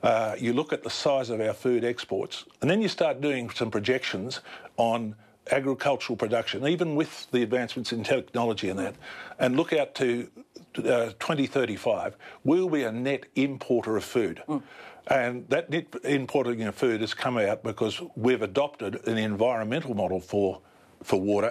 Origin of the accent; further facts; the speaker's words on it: Australia; And I'm an Australian.